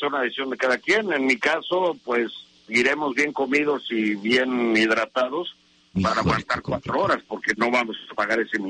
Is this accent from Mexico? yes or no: yes; Mexico; nuestra dignidad como mexicanos